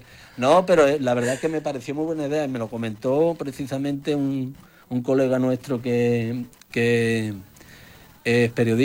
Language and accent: Spanish; Morón, Andalusia, Spain; el nombre de Morón lo llevamos por delante, porque somos de Morón.